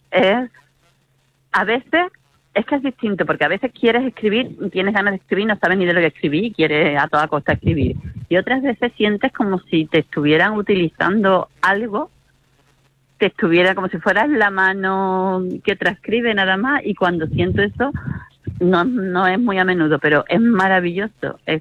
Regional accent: Niebla, Andalusia, Spain; moved away; Mi pueblo, por ejemplo, en Niebla, que es donde yo me crié

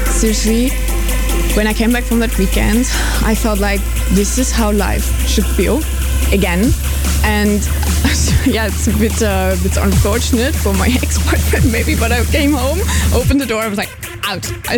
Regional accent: Germany; I'm from Germany

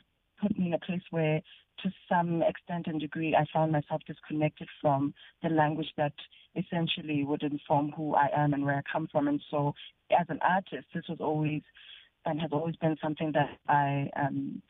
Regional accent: Free State, South Africa; also born or lived in Lesotho; I grew up, for the most part, though, in the Free State. So I also find it difficult to not refer to myself as a Free State girl as well, you know.

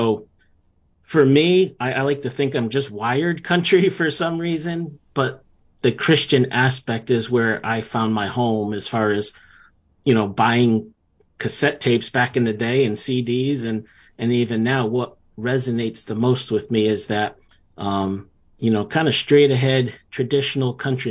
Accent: Connecticut, United States; a lot of people look at a person growing up in Connecticut, far away from Nashville, far away from the South, and wondering how that happened.

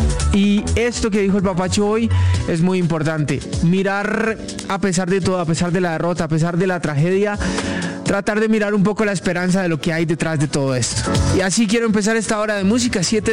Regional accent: Colombia; hemos vivido como colombianos.

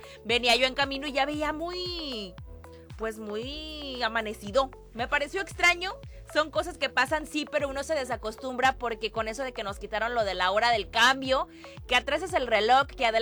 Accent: Mexico; nosotros aquí en México lo conocemos como muy americano

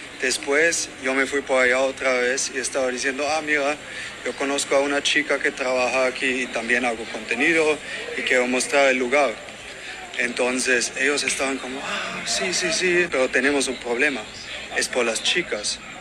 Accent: Medellín, Antioquia, Colombia; Nosotros somos de Medellín y son las novias de nosotros.

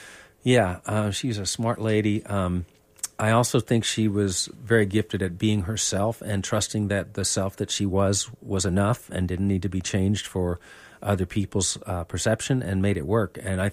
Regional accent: New York City, New York, United States; I'm from Manhattan

